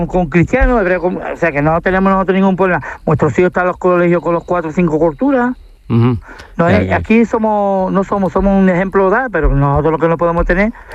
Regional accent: Spain; O sea, yo me considero más español que nadie, aunque sea de religión musulmana.

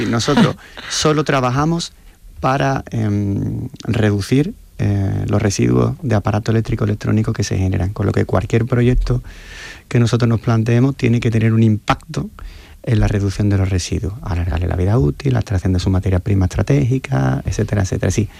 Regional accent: Seville, Andalusia, Spain; sabemos que somos sevillanos, que somos andaluces

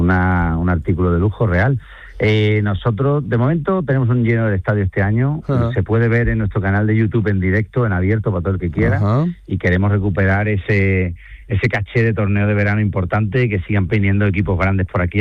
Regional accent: Seville, Andalusia, Spain; Yo soy de Sevilla, yo he sido consejero del Real Betis Balompié

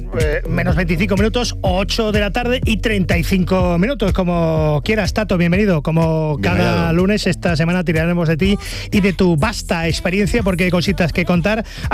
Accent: Úbeda, Andalusia, Spain; moved away; he estado en mi pueblo, en Úbeda. Soy natural de Úbeda

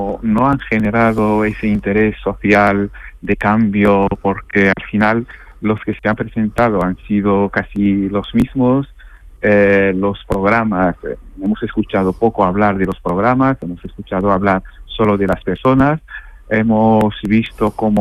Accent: Morocco; now in Spain; los que pagamos esto somos los marroquíes que estamos aquí

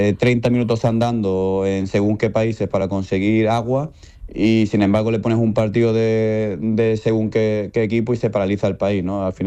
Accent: Málaga, Andalusia, Spain; yo nací en Málaga, soy malagueño, me he crecido en Málaga, mi madre es malagueña.

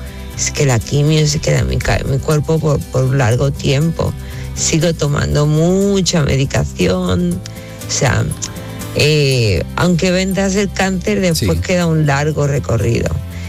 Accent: Spain; pues soy española.

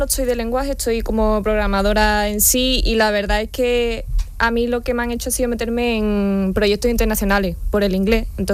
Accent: Cádiz, Andalusia, Spain; Sí, yo soy de Cádiz. Mira, pues tengo 23 años

